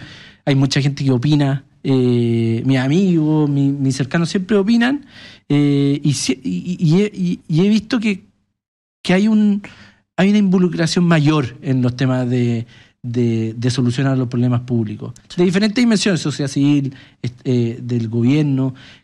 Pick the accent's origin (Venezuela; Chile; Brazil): Chile; Colbún, Maule